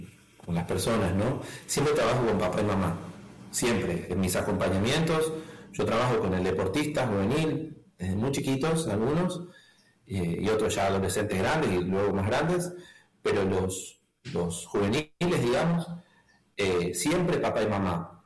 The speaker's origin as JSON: {"language": "Spanish", "country": "Argentina", "tie": "born there", "said": "No me hubiera dicho hincha del equipo que me hice de pequeño en Argentina."}